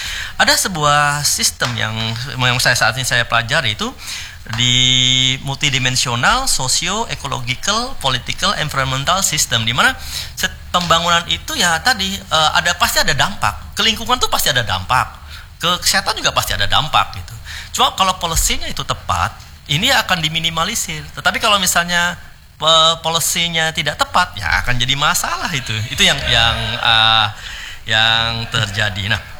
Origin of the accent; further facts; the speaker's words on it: Samarinda, East Kalimantan, Indonesia; Saya lahir di Samarinda, Pak. Jadi ya. Okay. Besar di Samarinda karena kakek nenek saya transmigrasi pertama di Palaran, Pak.